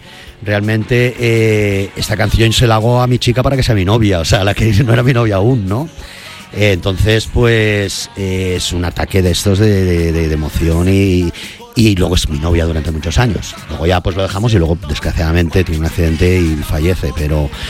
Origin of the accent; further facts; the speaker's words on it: Benetússer, Valencian Community, Spain; Chaplin, en Benetúser, mi pueblo. Aquí doy un saludo a todos mis paisanos que tuvimos la mala fortuna de que nos pasó la dana y que nos arrasó.